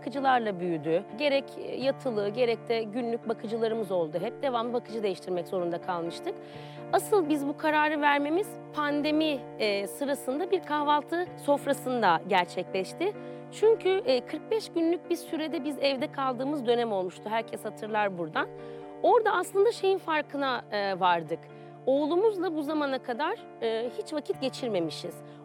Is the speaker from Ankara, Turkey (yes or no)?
no; İzmir, Turkey; moved away as an adult; also born or lived in Istanbul; now in Gölyaka, Düzce, Turkey; 36 yaşındayım. Aslen İzmirliyim. 5 sene önce Düzce Gölyaka'ya göç ettim. Benim eşim aslen Gölyaka Düzceli. İzmir'den İstanbul'a okulum sebebiyle geldim.